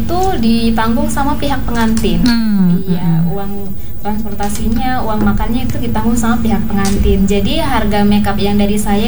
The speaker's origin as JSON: {"language": "Indonesian", "town": "Kobisonta", "region": "Maluku", "country": "Indonesia", "tie": "born or raised there", "moved": "yes", "lives_now": "Fakfak, Indonesia", "said": "saya kan dulu masih di sana tuh, masih di Kobisonta di kampung saya."}